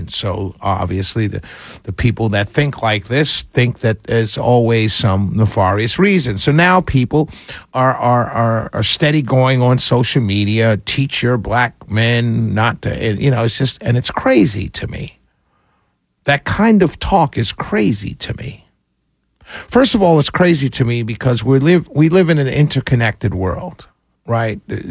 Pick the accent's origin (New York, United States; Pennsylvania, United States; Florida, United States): New York, United States; I grew up in Harlem, New York.